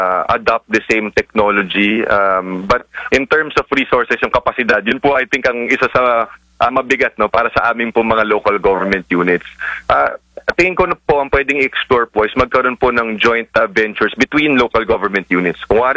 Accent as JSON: {"language": "Tagalog", "region": "Cagayan Valley", "country": "Philippines", "said": "sa amin sa Cagayan Valley"}